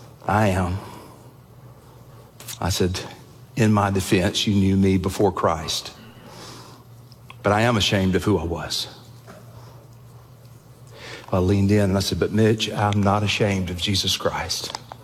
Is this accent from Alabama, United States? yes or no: yes; Alabama, United States; I was growing up in Alabama. I mean, you can't miss it. There's churches everywhere.